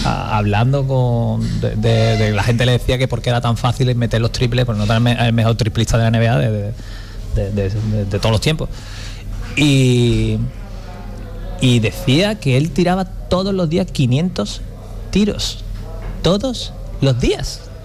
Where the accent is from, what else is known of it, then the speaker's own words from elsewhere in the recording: Cádiz, Andalusia, Spain; le dije que soy de Cádiz.